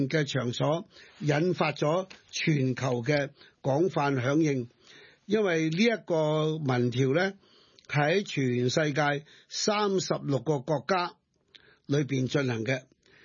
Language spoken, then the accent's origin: Chinese; China; 我们的国家在我们中国人的眼中，因为子不会嫌母丑，我们中国人当然觉得自己的国家靓，所以我们很热爱自己的祖国